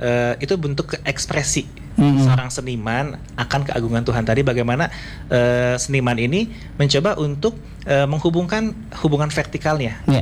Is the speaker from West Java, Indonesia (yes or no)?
yes; West Java, Indonesia; Kita lahir sebagai orang Sunda, maka kita wajib untuk mengenal budaya Sunda tadi